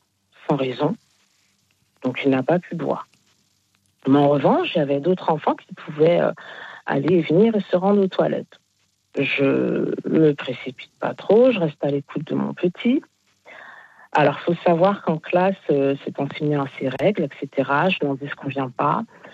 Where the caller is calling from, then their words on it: Île-de-France, France; Oui, de Seine-et-Marne.